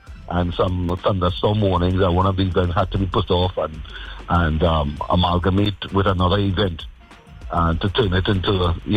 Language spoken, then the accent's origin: English; Trinidad & Tobago; And being a Trinidadian, being a tree, first, that comes first more than anything. This is where I'm born.